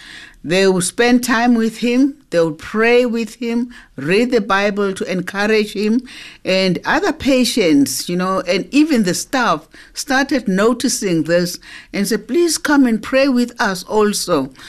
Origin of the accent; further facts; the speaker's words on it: KwaZulu-Natal, South Africa; now in Benoni, South Africa; I come from KwaZulu-Natal. I'm now based here at the head office at Benoni